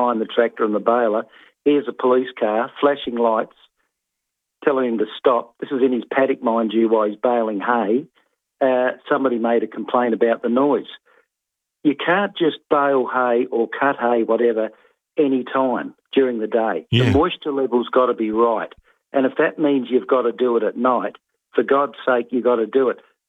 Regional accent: Strathalbyn, South Australia, Australia; Strathalbyn here in my hometown, you know how big that's getting.

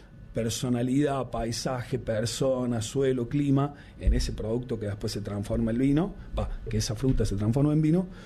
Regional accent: Colonia Caroya, Córdoba, Argentina; born there; soy nacido de Carolla, vivo en Carolla.

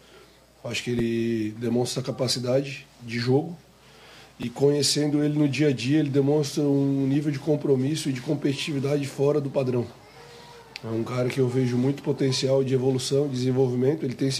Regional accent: Tubarão, Santa Catarina, Brazil; Eu sou de Tubarão

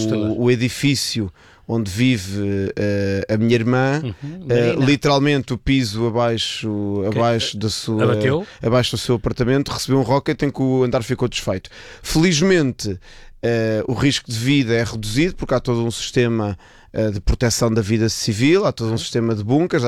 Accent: Lisbon, Portugal; born there; eu nasci em Lisboa, porque para mim é autoevidente, bolas, eu sou português

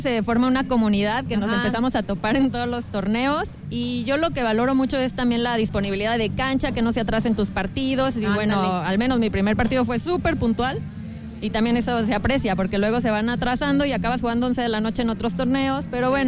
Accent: Guadalajara, Jalisco, Mexico; now in Querétaro, Mexico; Pero por ejemplo, yo soy de Guadalajara, he ido a jugar a Guadalajara y ahí muchas canchas todavía son abiertas

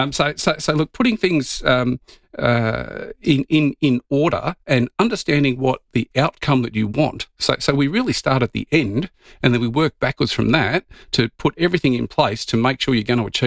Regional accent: Victoria, Australia; moved away as an adult; now in South Australia, Australia; And I moved over to South Australia back in 2002. I'm originally from Victoria

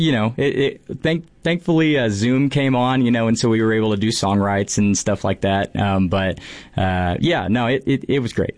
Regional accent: Amarillo, Texas, United States; Yeah, so I grew up here in Amarillo. I've been playing music my whole life.

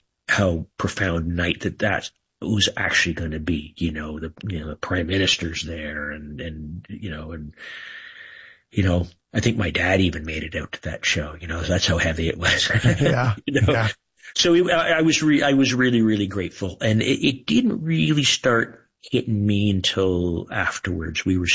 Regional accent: Kingston, Ontario, Canada; We we're just guys from Kingston, Ontario.

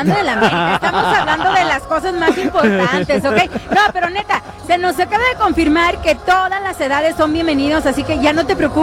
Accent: Mexico

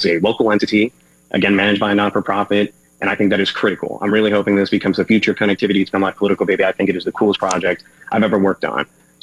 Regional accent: Oswego, Illinois, United States; Yeah, so I grew up here in Kendall County. Oswego is my hometown. I went to Oswego High School.

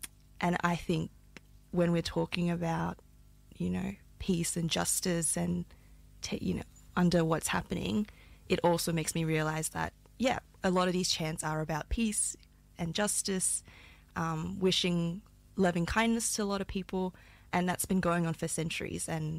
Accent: Malaysia; these Buddhist chants, are something I grew up with in Malaysia. It's in the background when I go visit my relatives' home.

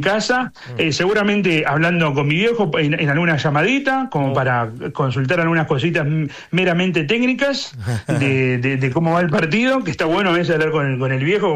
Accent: Argentina; now in United Kingdom; saben que sos argentino

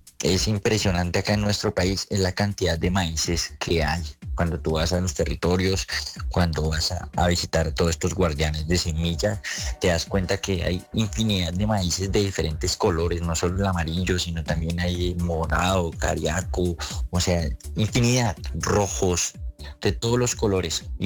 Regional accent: Colombia; es lo que nos caracteriza a todos nosotros como colombianos.

